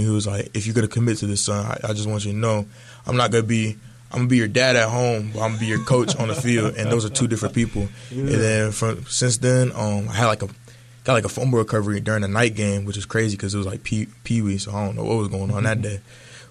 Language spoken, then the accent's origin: English; Concord, North Carolina, United States; now in Elizabeth City, United States; I'm from Concord, North Carolina. That's like 15 minutes outside of Charlotte.